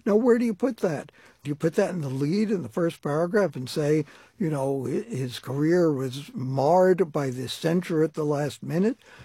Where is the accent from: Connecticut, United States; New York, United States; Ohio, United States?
New York, United States; Brooklyn; born or raised there